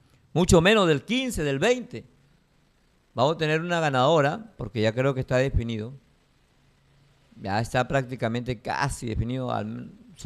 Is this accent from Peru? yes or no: yes; Peru; todos somos peruanos, estemos donde estemos.